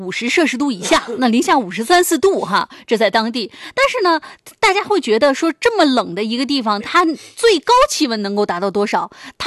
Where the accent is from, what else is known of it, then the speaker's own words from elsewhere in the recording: Harbin, Heilongjiang, China; 咱们作为哈尔滨人